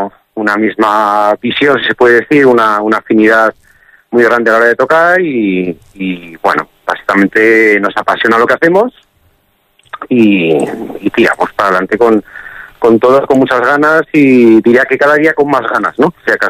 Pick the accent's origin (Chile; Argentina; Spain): Spain; León, Castile and León; now in Barcelona, Spain; desarrollamos un poco nuestra vida y tarea profesional en Barcelona. Yo soy de León